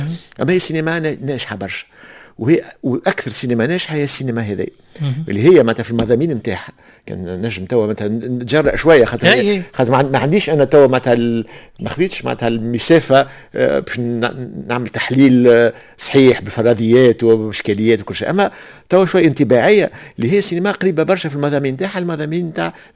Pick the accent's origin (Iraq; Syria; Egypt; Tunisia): Tunisia